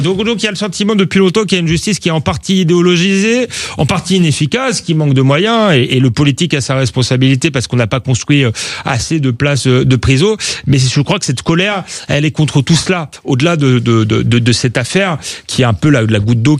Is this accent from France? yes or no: yes; Épinay-sur-Seine, Île-de-France, France; je suis pas d'un milieu pauvre, mais en tout cas d'un milieu modeste. J'ai grandi en banlieue, à Épinay-sur-Seine. Mes parents étaient petits commerçants.